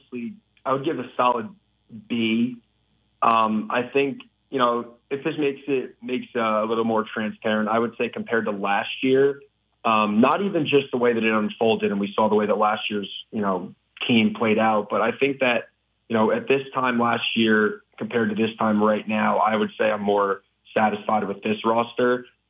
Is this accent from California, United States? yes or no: no; New Jersey, United States; moved away as an adult; now in Lexington, United States; I'm still in Lexington right now. So, but I'm from New Jersey and I'm going back home for a little bit.